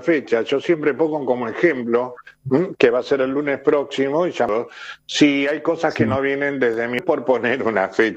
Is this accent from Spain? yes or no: no; Argentina; somos argentinos hasta la muerte